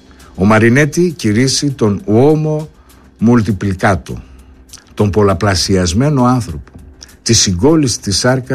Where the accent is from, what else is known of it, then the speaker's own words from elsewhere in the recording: Greece; εμείς γνωρίζαμε ως Έλληνες